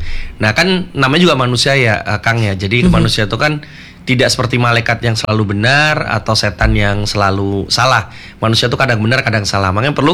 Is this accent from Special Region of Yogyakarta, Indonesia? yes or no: yes; Yogyakarta, Special Region of Yogyakarta, Indonesia; Oh, saya asli Jogja.